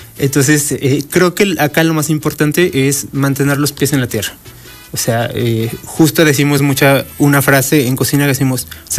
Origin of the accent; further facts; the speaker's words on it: Puebla, Mexico; si nosotros viajamos a otro estado como poblanos, pues tenemos un paladar un poquito más exigente, creo yo, porque pues a final del día, y lo he visto a lo largo de mi carrera, siempre comparamos la cocina de casa, la cocina de donde venimos